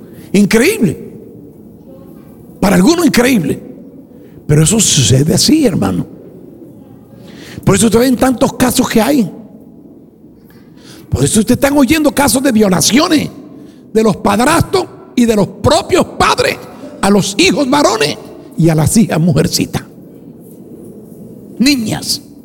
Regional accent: Cuba; moved away

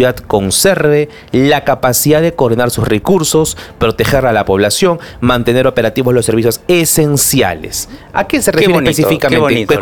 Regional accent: Lima, Peru; Yo soy limeño

